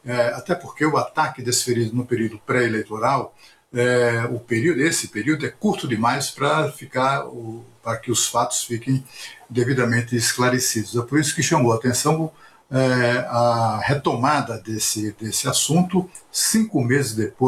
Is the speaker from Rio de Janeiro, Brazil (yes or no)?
no; Alagoas, Brazil; Eu sou de Alagoas como deputado